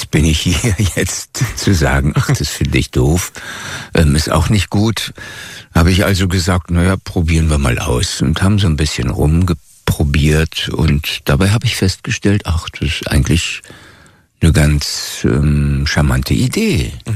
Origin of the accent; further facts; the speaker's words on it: Wittenberge, Brandenburg, Germany; Also ich bin gebürtig aus Wittenberge, das ist Westprignitz im Land Brandenburg an der Elbe.